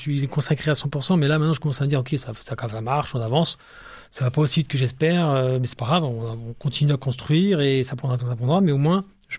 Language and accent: French; France; accent: French; French accent